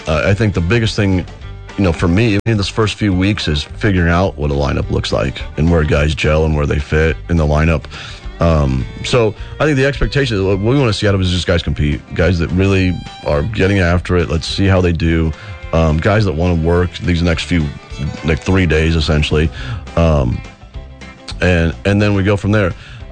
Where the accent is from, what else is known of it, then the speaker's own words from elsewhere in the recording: Yorkton, Saskatchewan, Canada; I tell you, I'm from Yorkton, and we're not nearly as green in Yorkton with the grass and the trees as you guys are here.